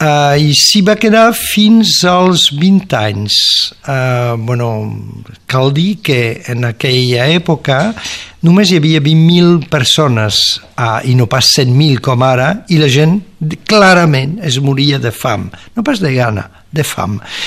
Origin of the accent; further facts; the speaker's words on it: Palau-del-Vidre, Occitania, France; Jo he triat primer el meu poble, el poble de Palau del Vidre, que es troba entre l'Albera, el mar i el Canigó